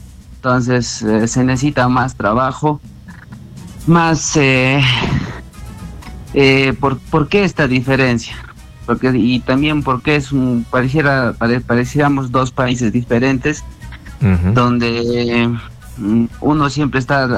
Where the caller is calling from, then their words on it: Cusco, Peru; desde Cusco.